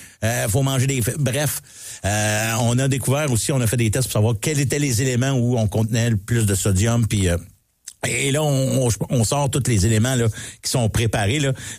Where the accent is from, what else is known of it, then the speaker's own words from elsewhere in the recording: Mont-Saint-Hilaire, Quebec, Canada; Je viens de Mont-Saint-Hilaire. J'ai grandi, j'ai été à Mont-Saint-Hilaire une bonne partie de ma vie.